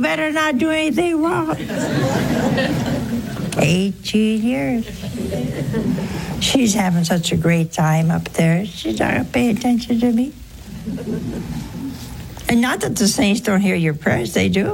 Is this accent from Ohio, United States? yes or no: yes; Crestline, Ohio, United States; born or raised there; moved away